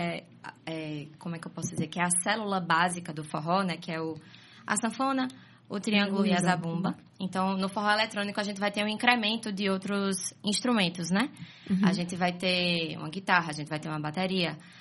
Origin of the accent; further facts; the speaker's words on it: Caruaru, Pernambuco, Brazil; moved away as an adult; now in Recife, Brazil; Mas eu sou cria de Caruaru. Nasci em Caruaru, morei em Caruaru, até me mudar pra cá pra vir estudar jornalismo aqui na Federal, em Recife.